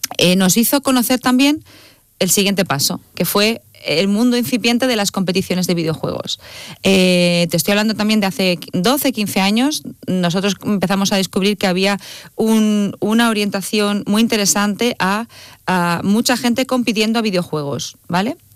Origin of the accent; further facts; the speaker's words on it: Madrid, Community of Madrid, Spain; moved away as an adult; now in Málaga, Spain; cuando vine a Málaga, pues yo soy de Madrid, cuando vine a Málaga hace ya 22, 23 años